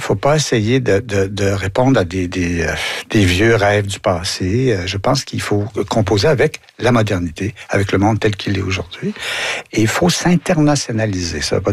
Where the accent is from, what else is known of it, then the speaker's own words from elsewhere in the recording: Quebec, Canada; suis tellement fier d'aller travailler à Stratford en Ontario, dans un festival Shakespeare, et montrer en tant que Québécois ce que les mots veulent dire